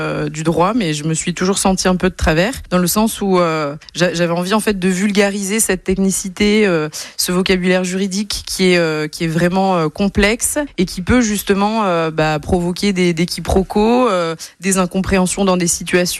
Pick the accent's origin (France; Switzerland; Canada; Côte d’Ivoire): France; Anglet, Nouvelle-Aquitaine; j'ai 38 ans et je suis d'Anglette.